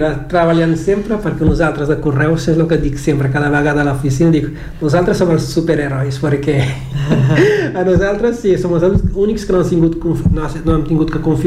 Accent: Cape Verde; first language Cape Verdean Creole; Catalan is a second language; now in Barcelona, Spain

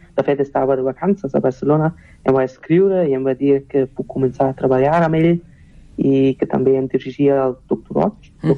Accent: Erlangen, Bavaria, Germany; Catalan is a second language; vaig néixer i créixer a Erlangen, una ciutat al sud d'Alemanya, a la regió de Franconia. És molt a prop de Nuremberg, que és la ciutat més coneguda d'aquesta zona. Vaig créixer als afores, així que sempre vaig estar al voltant de la natura.

